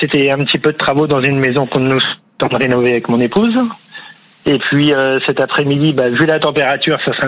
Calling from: Centre-Val de Loire, France; Saint-Pierre-les-Étueux, c'est donc dans le département du Cher

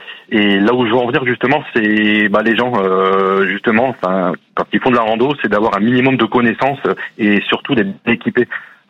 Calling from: Saint-Pierre-d'Irube, Nouvelle-Aquitaine, France; moi je vous appelle des Pyrénées-Atlantiques, à côté de Bayonne sur Saint-Pierre-d'Irube

